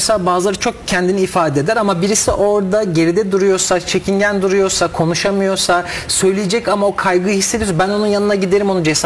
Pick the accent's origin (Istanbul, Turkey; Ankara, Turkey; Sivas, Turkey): Ankara, Turkey; moved away; Ankara memleketim.